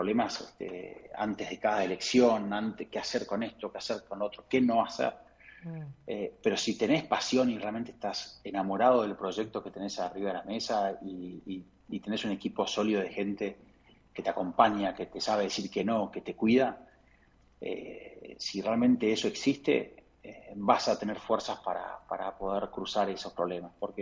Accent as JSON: {"language": "Spanish", "town": "Tigre", "region": "Buenos Aires Province", "country": "Argentina"}